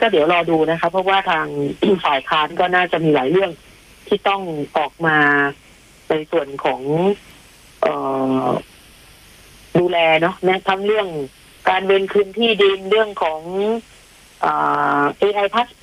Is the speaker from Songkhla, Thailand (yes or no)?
no; Bangkok, Thailand; moved away; เราอยู่เป็นชาวกรุงเทพมาตลอด38ปี